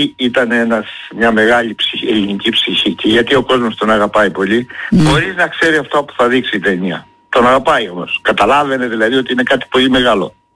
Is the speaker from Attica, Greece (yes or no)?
no; Crete, Greece; όπου και βρεθώ, όχι μόνο στην Κρήτη δηλαδή, λέω είμαι Έλληνας. Πρώτα απ' όλα είμαι κριτικός.